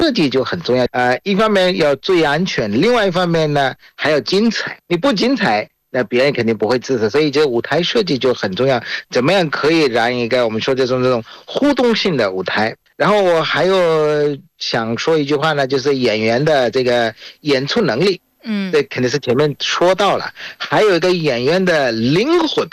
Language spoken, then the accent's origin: Chinese; Bangladesh; Chinese is a second language; 我是来自于孟加拉国的